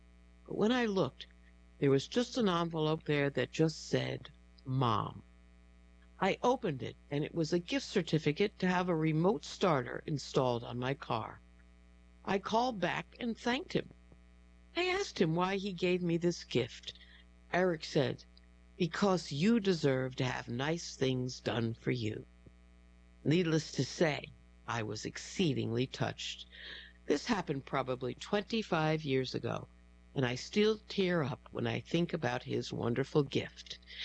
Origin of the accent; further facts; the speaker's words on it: Idaho Falls, Idaho, United States; I am from Idaho Falls, I told him.